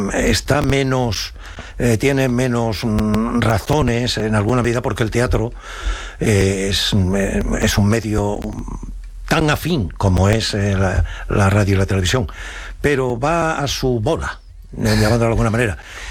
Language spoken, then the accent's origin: Spanish; Extremadura, Spain; now in Madrid, Spain; Los extremeños hablamos con un acento como tienen los andaluces o como tienen los asturianos.